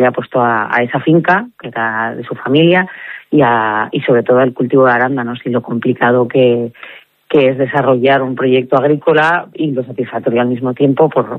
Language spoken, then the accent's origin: Spanish; Madrid, Community of Madrid, Spain; moved away; porque yo sí en su momento lo di, hace 20 años, me vine de Madrid, y ves que el paso desde luego cuesta, porque tienes tus raíces